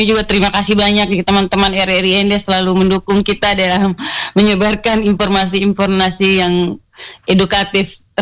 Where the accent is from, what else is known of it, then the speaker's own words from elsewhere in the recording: East Nusa Tenggara, Indonesia; Yang kedua itu adalah kebiasaan salah kita orang NTT itu, kebiasaan begadang, Kak.